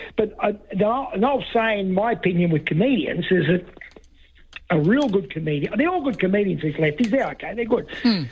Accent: Australia; I'm saying is that I'm Australian, I'm Anglo-Saxon Australian.

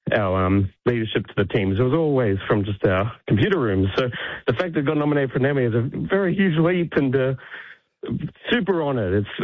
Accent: Wollongong, New South Wales, Australia; So I'm not from Dapto, even though Dapto is basically in the Gong. I grew up in the West Wollongong area, and I also went to my mum's house in Unanderra.

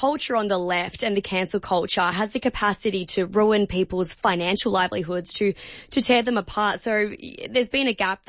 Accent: Melbourne, Victoria, Australia; I'm from Melbourne myself

